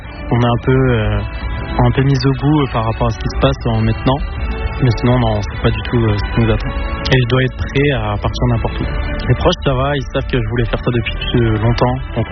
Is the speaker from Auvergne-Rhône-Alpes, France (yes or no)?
no; Lille, Hauts-de-France, France; j'ai 21 ans, je suis de Lille